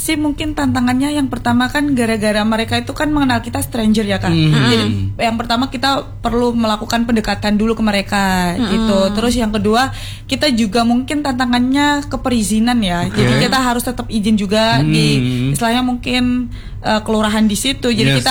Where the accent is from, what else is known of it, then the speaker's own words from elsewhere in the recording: Ponorogo, East Java, Indonesia; aku dari Ponorogo